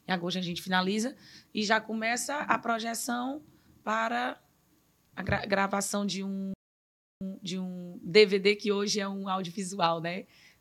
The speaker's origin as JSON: {"language": "Portuguese", "region": "Piauí", "country": "Brazil", "said": "É, em nove meses, ano passado, quando eu vim do Piauí, primeiro nós fomos pra Limoeiro"}